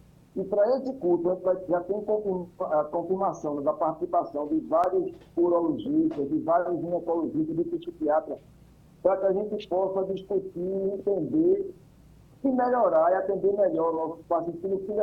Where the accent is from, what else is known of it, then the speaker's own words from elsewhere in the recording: Pernambuco, Brazil; Eu lhe agradeço por isso, enquanto pernambucano.